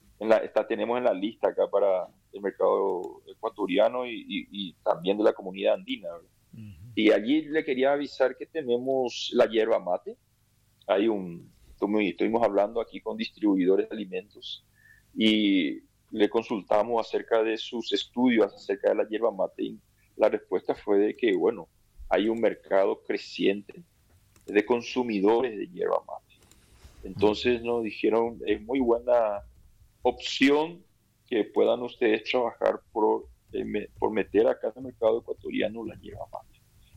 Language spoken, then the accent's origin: Spanish; Paraguay; now in Ecuador